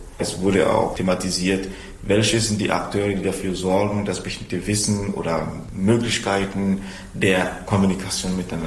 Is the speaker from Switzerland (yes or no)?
no; Togo; German is a second language; ich komme aus Togo und bin Dozent an der Universität de Kara, liegt etwa 420 Kilometer von Lomé entfernt, also im Norden.